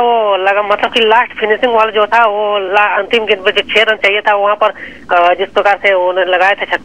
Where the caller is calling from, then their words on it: Dharmanagar, Tripura, India; मैं north east Tripura से हूँ और शहर का नाम है धर्मनगर और